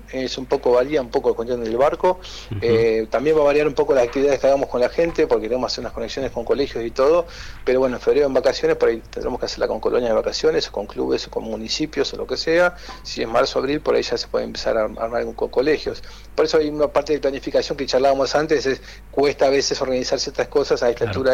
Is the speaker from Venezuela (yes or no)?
no; Argentina; competitivos somos de Argentina